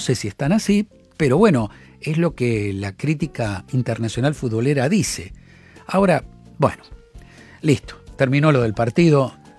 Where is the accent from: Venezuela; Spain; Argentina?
Argentina; no lo digo porque me toque como argentino